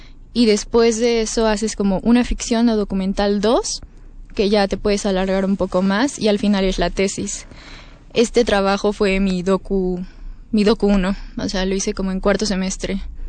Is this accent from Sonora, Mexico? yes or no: no; San José Iturbide, Guanajuato, Mexico; San José Iturbide, Guanajuato, de donde yo soy, de donde es mi familia materna